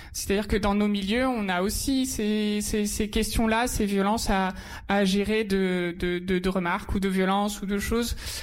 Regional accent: France; moved away as an adult; now in Loir-et-Cher, France; je suis originaire de la région Chante. Enfin, j'ai grandi à Châteauneau, donc c'est encore plus petit que Vendôme. Donc c'est, je connais un peu le milieu rural.

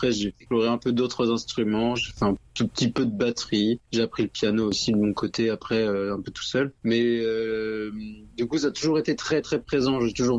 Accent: Tours, Centre-Val de Loire, France; comme je viens de Tours, il y a tout le temps des trucs à aller voir musicalement.

